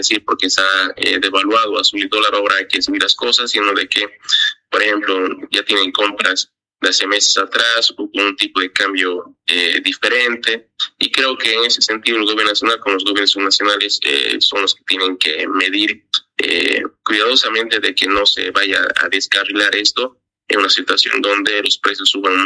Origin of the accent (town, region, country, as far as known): Bolivia